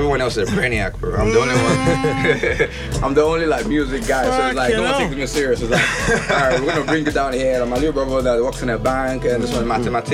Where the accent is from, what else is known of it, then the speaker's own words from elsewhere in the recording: Ibadan, Oyo, Nigeria; moved away; also born or lived in Ikorodu / Lagos; but then I grew up in a city called Ibadan.